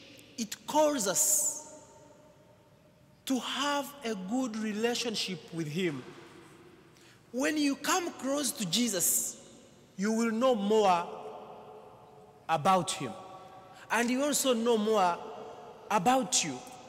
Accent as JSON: {"language": "English", "country": "Uganda", "moved": "yes", "said": "I'm from Uganda, and I'm learning Spanish."}